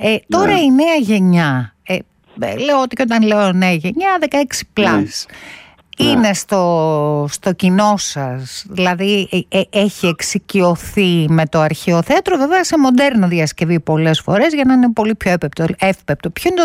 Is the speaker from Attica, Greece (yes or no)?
yes; Athens, Attica, Greece; also born or lived in Germany; Εγώ η αλήθεια είναι ότι γεννήθηκα στη Γερμανία, αλλά μένω στα Εξάρχεια. Δηλαδή το πατρικό μου είναι από 5 χρονών εκεί, downtown.